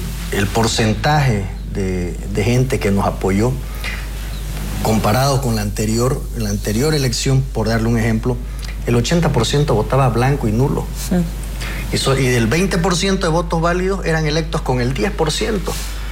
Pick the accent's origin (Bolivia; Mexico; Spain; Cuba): Bolivia; Santa Cruz de la Sierra, Santa Cruz; yo vivía en Santa Cruz